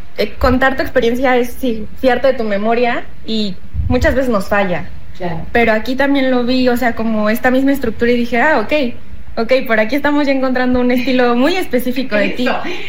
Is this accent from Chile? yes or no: no; Mexico; nosotros como lectores mexicanos